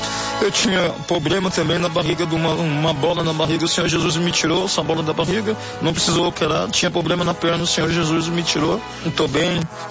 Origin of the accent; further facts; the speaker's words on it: Rio Grande do Sul, Brazil; sou do Rio Grande do Sul, tenho 55 anos.